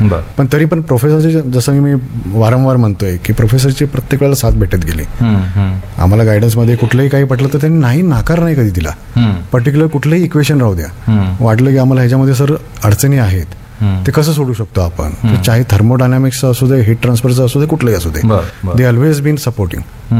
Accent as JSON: {"language": "Marathi", "town": "Solapur", "region": "Maharashtra", "country": "India", "tie": "born there", "also_born_or_lived": "Latur", "said": "Solapur Mahavir high school म्हणून सोलापूरमधनं."}